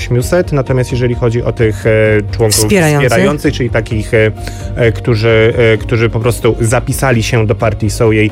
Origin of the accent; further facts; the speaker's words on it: Nowy Sącz, Lesser Poland, Poland; Ja jestem z Nowego Sącza.